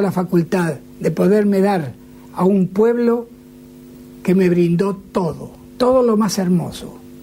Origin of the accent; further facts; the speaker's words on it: Argentina; pude conocer otros países tan hermosos como este, pero no tan querido para mí como mi Argentina.